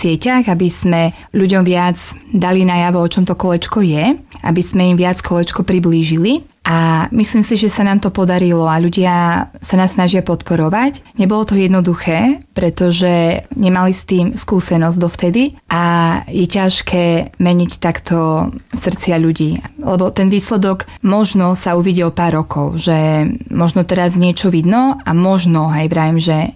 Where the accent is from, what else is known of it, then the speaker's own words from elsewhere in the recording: Malcov, Prešov Region, Slovakia; som ich našla u nás v Malcove.